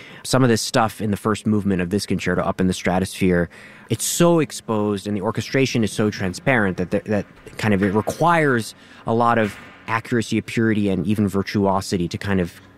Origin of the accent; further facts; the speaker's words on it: Boston, Massachusetts, United States; I grew up in Boston, and they were subscribers to the Boston Symphony